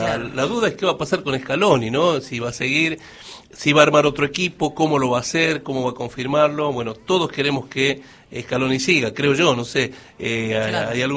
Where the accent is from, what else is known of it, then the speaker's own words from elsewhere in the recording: Argentina; somos así los argentinos